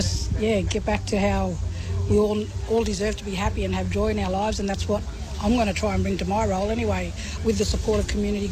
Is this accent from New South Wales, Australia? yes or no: yes; New South Wales, Australia; I'm from Barrowville. I'm a Goombangi woman.